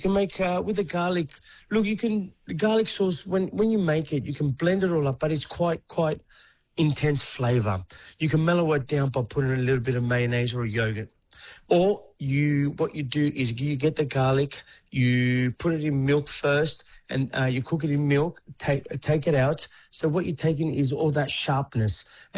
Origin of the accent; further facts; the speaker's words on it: Fairfield, New South Wales, Australia; also born or lived in Newcastle; like I grew up in Fairfield area, then move on to Newcastle.